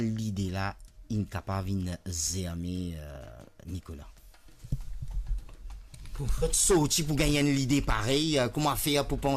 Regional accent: Mauritius; quand nous pensons à la peau cabri en tant que Mauricien, nous pensons à nos ravanes.

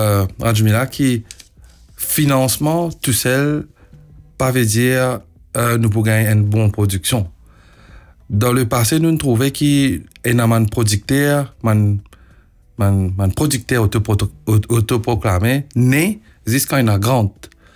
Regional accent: Mauritius; Là, quand on vient de Maurice, incluant man Mauricien qui est à l'étranger, exodi.

